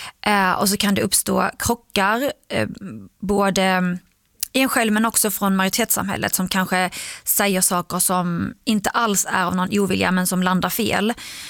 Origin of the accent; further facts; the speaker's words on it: Skåne, Sweden; now in Stockholm, Sweden; i och med att jag är en skåning i Stockholm.